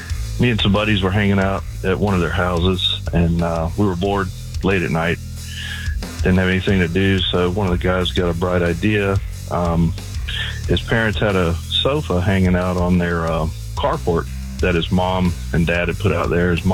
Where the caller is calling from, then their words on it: Loganville, Georgia, United States; in Loganville.